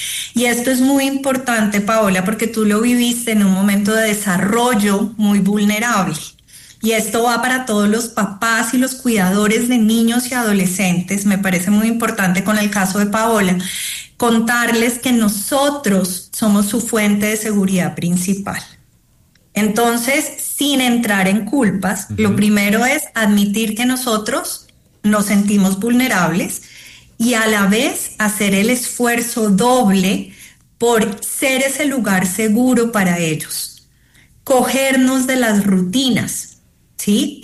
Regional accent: Cali, Valle del Cauca, Colombia; Por ejemplo, he escuchado en Cali, yo soy de Cali y de verdad, de corazón, la caída de colegios, los entornos, las empresas que no están funcionando.

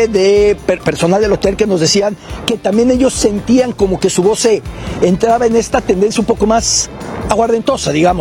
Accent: Mexico

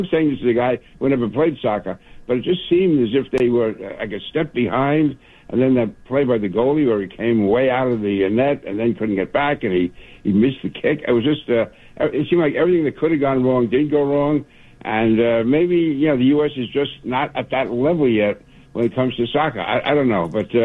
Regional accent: New York City, New York, United States; I grew up in Sunnyside in Queens.

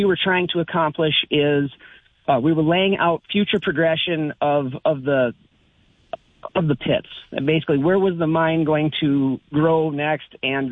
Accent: North Dakota, United States; Well, originally I am from the Regan-Wilton area. I went to NDSU

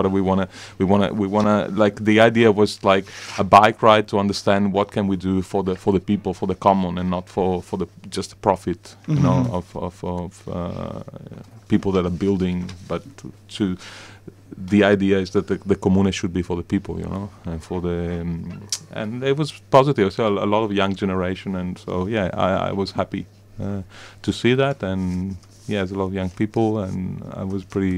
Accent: Castelfranco Veneto, Veneto, Italy; Sì, io sono di Castelfranco Veneto, in provincia di Treviso

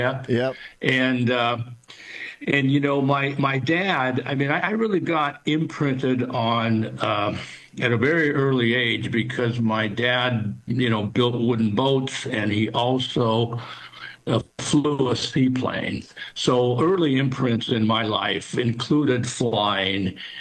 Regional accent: Seattle, Washington, United States; And as I grew up in Seattle, I grew up with two thoughts in my head.

